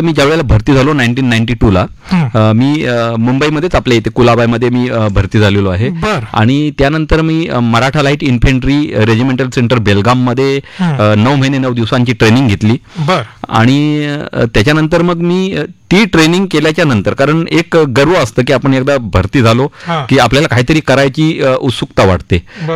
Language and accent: Marathi; Shivtar, Maharashtra, India; कारण मी खेडेगावातला एक आहे, कोकणामध्ये खेड तालुका आणि शिवतर असं माझं गाव.